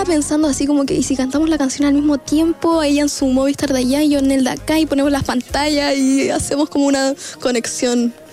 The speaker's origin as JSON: {"language": "Spanish", "country": "Chile", "said": "yo soy chilena"}